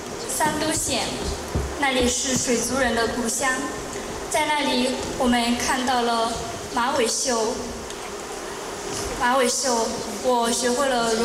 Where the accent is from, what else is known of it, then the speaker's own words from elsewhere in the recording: Laos; Chinese is a second language; now in Guiyang, China; ，现在是贵州理工学院国际教育学院的一名留学生。